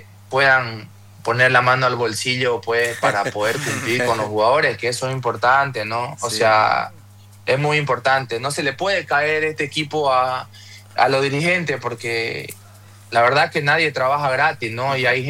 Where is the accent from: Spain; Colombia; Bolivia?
Bolivia; orgulloso de como boliviano que te puedan conocer, ¿no? Que en Bolivia también hay mucho talento